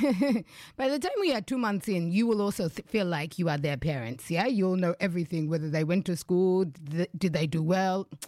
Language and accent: English; Canberra, Australian Capital Territory, Australia; And I'm from Uganda. So I grew up in Canberra, you know, down in Tuggers. But when I was about 15, I went to Uganda for the first time